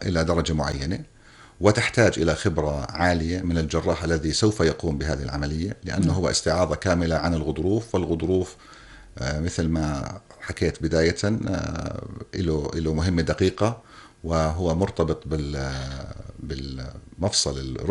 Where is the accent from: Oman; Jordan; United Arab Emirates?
Jordan; عندنا في الأردن